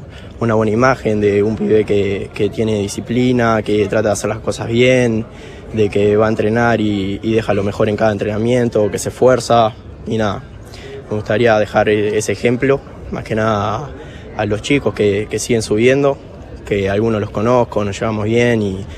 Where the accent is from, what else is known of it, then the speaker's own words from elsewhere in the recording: Montevideo, Uruguay; No, soy de Montevideo.